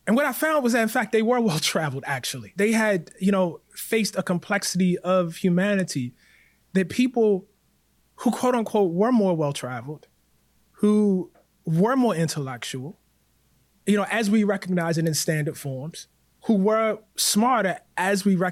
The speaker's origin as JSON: {"language": "English", "town": "Baltimore", "region": "Maryland", "country": "United States", "tie": "born or raised there", "said": "the neighborhood that I grew up in West Baltimore, on the West Bank"}